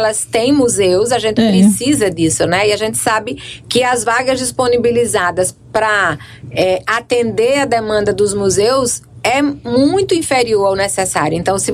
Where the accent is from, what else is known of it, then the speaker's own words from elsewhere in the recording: Sergipe, Brazil; Minha terra, né? Sergipe.